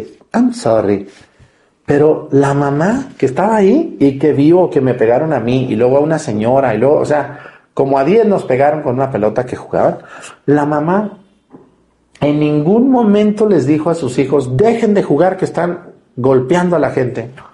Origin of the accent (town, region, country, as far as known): Mexico; born there